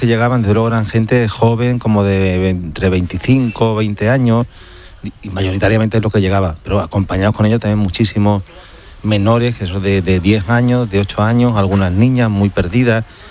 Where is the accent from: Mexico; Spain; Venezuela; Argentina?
Spain; Ceuta; yo como soy de Ceuta y me siento muy de Ceuta